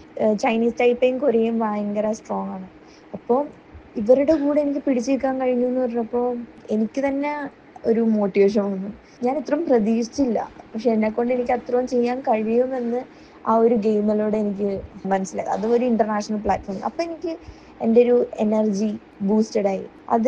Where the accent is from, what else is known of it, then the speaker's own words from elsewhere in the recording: Kerala, India; ഒരു കേരളയിലെ സ്കേറ്റർ എന്ന നിലയിൽ അതൊരു ബിഗ് അച്ചീവ്മെൻ്റ്.